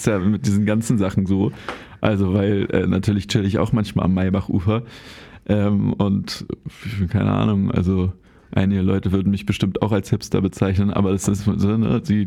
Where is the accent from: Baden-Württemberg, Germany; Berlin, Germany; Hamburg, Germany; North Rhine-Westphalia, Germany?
Berlin, Germany; Also, ich bin ja in Tiergarten aufgewachsen.